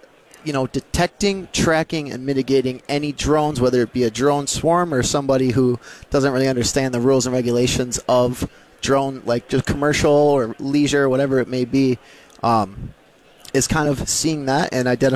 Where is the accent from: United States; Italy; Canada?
United States; Lakeville, Minnesota; I am originally from Lakeville, Minnesota.